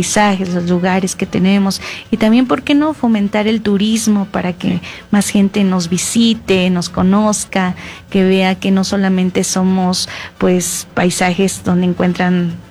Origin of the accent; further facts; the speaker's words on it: Hidalgo, Mexico; las personas que somos del Valle del Mezquital